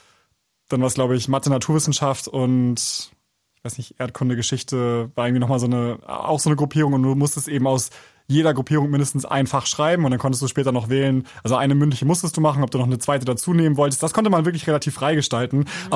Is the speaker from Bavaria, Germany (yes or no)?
no; Schleswig-Holstein, Germany; Nee, also weil ich bin ja in Schleswig-Holstein zur Schule gegangen und ich hatte 4 Jahre Grundschule